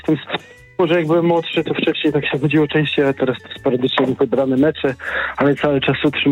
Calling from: Gdańsk, Pomeranian Voivodeship, Poland; jestem z Gdańska

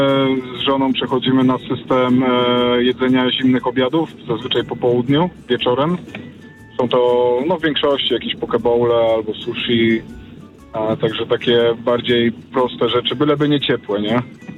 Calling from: Brenna, Silesian Voivodeship, Poland; wracam do siebie pod granicę czeską, do Brennej.

